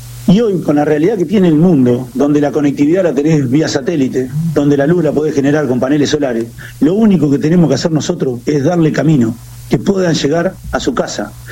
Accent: Azul, Buenos Aires Province, Argentina; born there; Yo nací en Azul, soy azuleño. Nací en el campo, nací en la boca de la sierra.

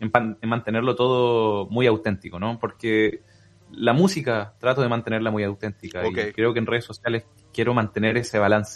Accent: Temuco, Araucanía, Chile; now in Concepción, Chile; Yo soy de Temuco, viví y crecí toda mi infancia.

